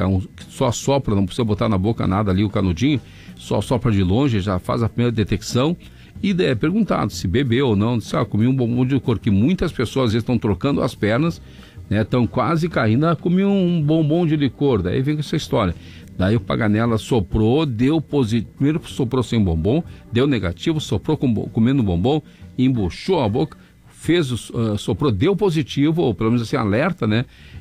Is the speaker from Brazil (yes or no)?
yes; Porto Alegre, Rio Grande do Sul, Brazil; eu sou da Zona Sul de Porto Alegre, aqui na bairro Cristal, Camaquã, Tristeza, essa região cavalhada que eu me criei, mas, né, estamos aqui no Menino Deus